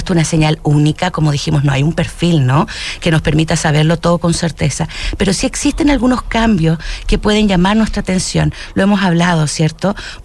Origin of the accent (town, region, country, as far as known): Chile